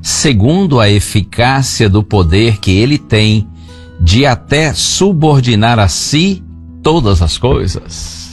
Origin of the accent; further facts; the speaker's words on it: Brazil; Somos brasileiros.